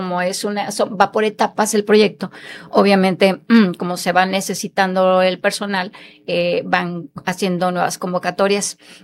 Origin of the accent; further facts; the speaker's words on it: Tampico, Tamaulipas, Mexico; moved away as an adult; also born or lived in Paraíso, Tabasco / Comalcalco, Tabasco; now in Villahermosa, Mexico; hija adoptada de Tabasco, ya llevo aquí más de 20 años. Originalmente soy de Tampico, Tamaulipas.